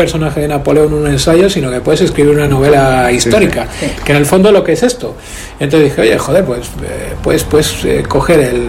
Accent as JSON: {"language": "Spanish", "town": "Torrelavega", "region": "Cantabria", "country": "Spain", "tie": "born there", "said": "yo que soy de Torrelavega, que nací aquí"}